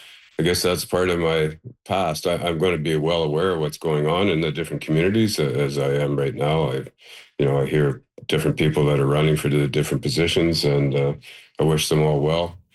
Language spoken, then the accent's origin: English; Thessalon, Ontario, Canada; right here in my hometown of Theslin, that part of the North Shore Health Network